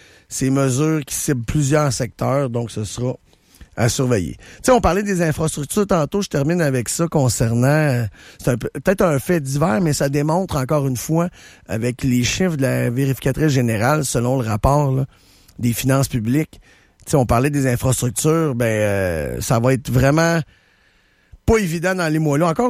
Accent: Canada; Je pense qu'on va devoir, en tant que Canadien, de faire des concessions au niveau de l'automobile

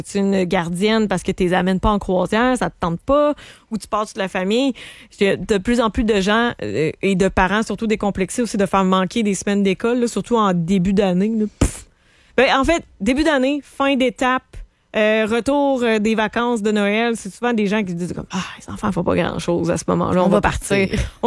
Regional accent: Quebec, Canada; born or raised there

